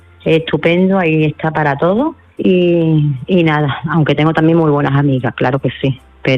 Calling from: Seville, Andalusia, Spain; Hola, buenas noches, Manolo … de Sevilla.

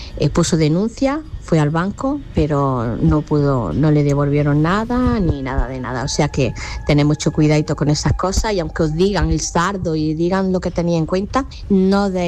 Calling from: Jaén, Andalusia, Spain

